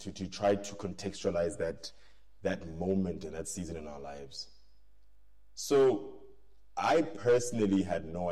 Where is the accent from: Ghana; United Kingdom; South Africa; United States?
South Africa; Vereeniging, Gauteng; born there; also born or lived in Randfontein; I'm a kid from a combination of mining towns. I'm from the Vaal, Vereeniging, the Sebokeng area. Also grew up in Randfontein. That's where I have my family as well.